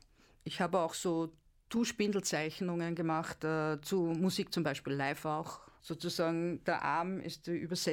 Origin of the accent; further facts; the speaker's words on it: Upper Austria, Austria; Ich komme ja aus Oberösterreich, ne?